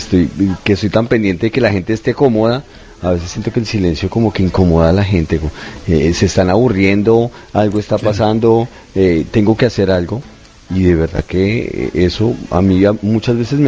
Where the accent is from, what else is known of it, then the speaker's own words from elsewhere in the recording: Colombia; siendo colombiano.